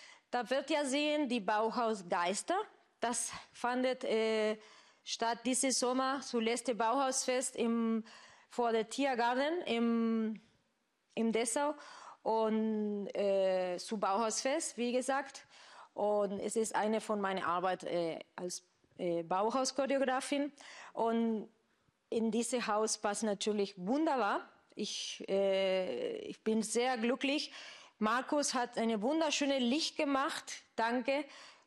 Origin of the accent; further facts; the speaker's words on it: Argentina; German is a second language; Weil auch für die, die nicht wissen, ich komme aus Argentinien. Und in Argentinien, Tango ist unsere Nationaltanz.